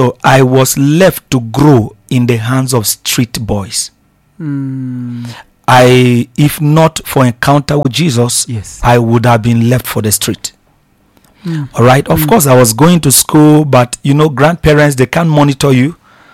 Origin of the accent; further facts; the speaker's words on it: Gboko, Benue, Nigeria; I am from Gboko, Benue State, Nigeria